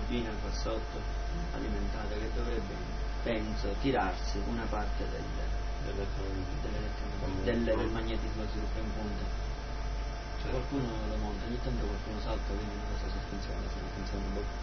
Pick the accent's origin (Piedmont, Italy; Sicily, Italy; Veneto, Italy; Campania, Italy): Sicily, Italy; Bronte; Io sono di Bronte, originale.